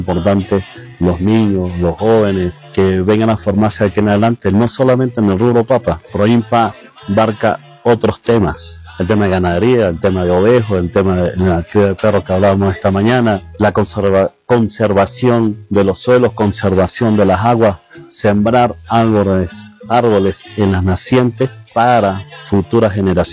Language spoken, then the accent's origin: Spanish; Mérida, Venezuela; a nosotros como merideños, pero también a nosotros como venezolanos.